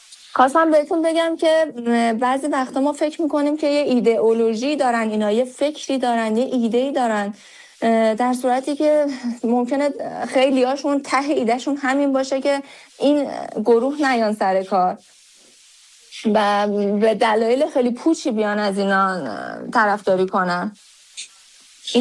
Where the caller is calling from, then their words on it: Tehran, Tehran Province, Iran; از تهران تماس میگیرم.